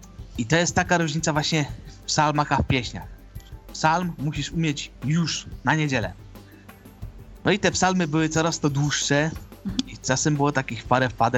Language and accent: Polish; Silesian Voivodeship, Poland; U nas na Śląsku